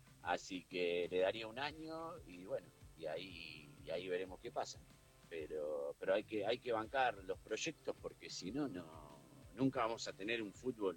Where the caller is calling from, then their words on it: Argentina; de Suárez, hincha de River.